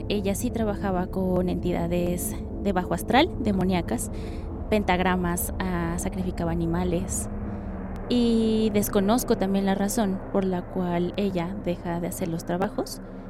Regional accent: Mexico City, Mexico; Soy originaria de la Ciudad de México. Ajá. Tengo 25 años.

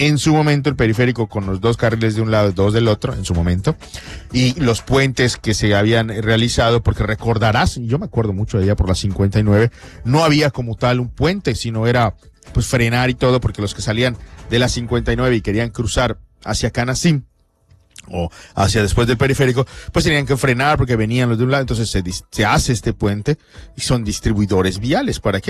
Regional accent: Mexico; Como mexicanos, por esta rivalidad que existe

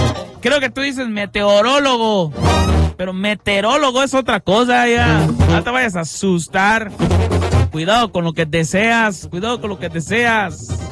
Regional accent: Mérida, Yucatán, Mexico; Sí, es que somos nosotros de Waspa. ¿No conoces Waspa, che? ¿No has dado tu rol? A Waspa. Chécalo, búscalo, Waspa. No estoy hablando del Wats. No, la colonia Waspa. En Mérida.

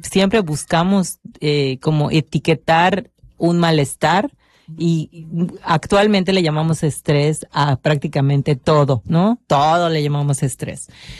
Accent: Yucatán, Mexico

